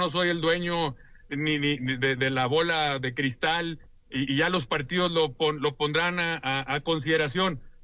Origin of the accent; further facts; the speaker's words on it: Sinaloa, Mexico; yo soy nacido sinaloense, mi esposa, mis hijos, mis papás, mi hermana, toda mi vida la he pasado en Sinaloa.